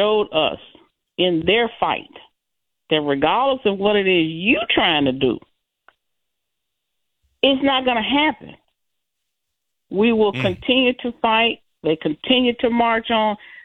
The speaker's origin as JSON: {"language": "English", "town": "Memphis", "region": "Tennessee", "country": "United States", "said": "I'm from Memphis, so, yeah, that's where I represent."}